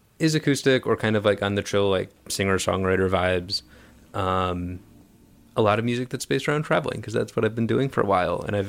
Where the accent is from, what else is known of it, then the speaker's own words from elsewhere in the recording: Buffalo, New York, United States; Yes. I'm from Buffalo, New York.